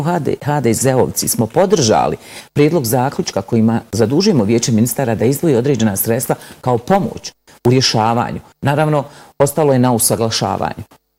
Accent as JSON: {"language": "Croatian", "country": "Bosnia & Herzegovina", "said": "Kao Hrvatica u Bosni i Hercegovini. Ja sam predstavnica konstitutivnog naroda."}